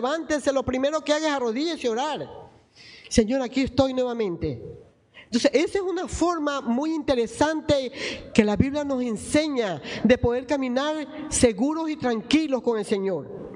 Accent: Guayaquil, Guayas, Ecuador; born there; Usted dígale gracias porque nací en Guayaquil

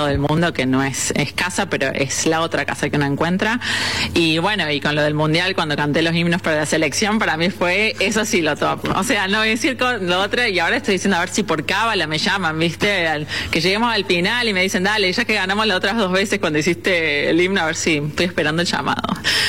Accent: Córdoba, Argentina; Uf, yo hablo mucho, como verán, así que como cordobesa, creo que si me preguntás, me quedo yo con el micrófono

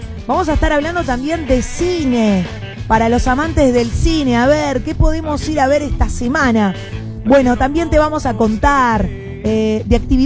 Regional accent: Uruguay; como buena uruguaya también hinchando por Argentina.

